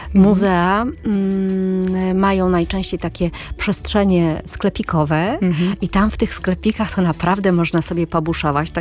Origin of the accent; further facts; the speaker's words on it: Poznań, Greater Poland Voivodeship, Poland; Bo u mnie w Poznaniu na taką figurę mówiło się na kurczaka.